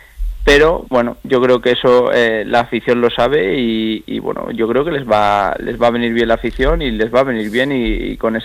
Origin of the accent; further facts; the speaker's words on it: Aragon, Spain; Huesca o Zaragoza, que son los de mi tierra y donde trabaja mi hermano.